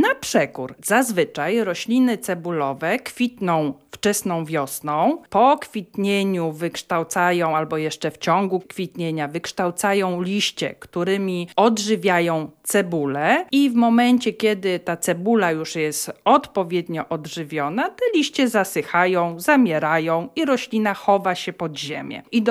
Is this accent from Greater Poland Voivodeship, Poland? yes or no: no; Łódź, Łódź Voivodeship, Poland; jestem rodowitą łodzianką